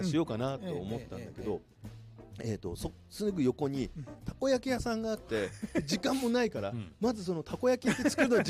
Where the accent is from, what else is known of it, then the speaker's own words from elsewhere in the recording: Hokkaido, Japan; どさんこだから JR だろうという謎の理由で JR に乗って、